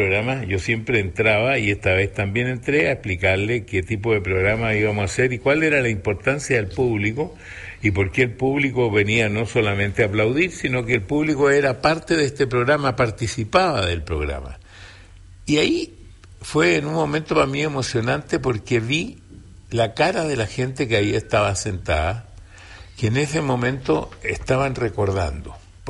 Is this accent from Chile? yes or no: yes; Chile; cada vez que ha habido una necesidad, yo he venido porque yo soy chileno.